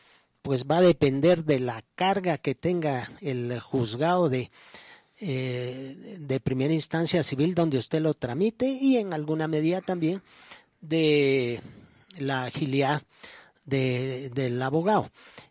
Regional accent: Guatemala; nosotros como chapines

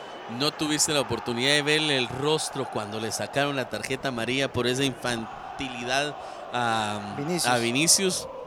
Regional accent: Mixco, Guatemala Department, Guatemala; Allá en la zona 1 de mi pueblo, en Misco.

